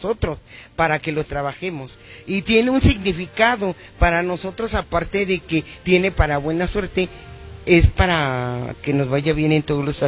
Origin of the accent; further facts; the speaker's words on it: Chiapas, Mexico; vengo del estado de Chiapas, que me siento sumamente muy orgullosa de mi estado.